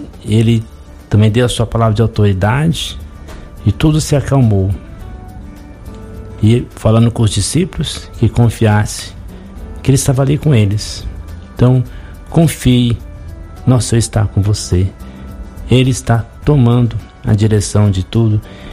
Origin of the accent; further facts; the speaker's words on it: Belo Horizonte, Minas Gerais, Brazil; também sou de Belo Horizonte.